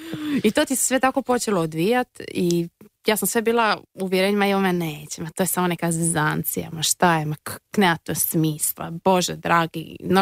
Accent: Split, Split-Dalmatia County, Croatia; moved away as an adult; now in Germany; rodom iz Splita prije svega.

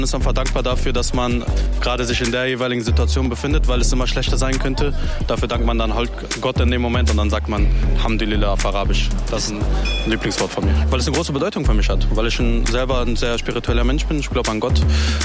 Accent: Essen, North Rhine-Westphalia, Germany; ich bin 24 Jahre alt, ich komme aus Essen und meine gebürtigen Wurzeln kommen aus Afghanistan.

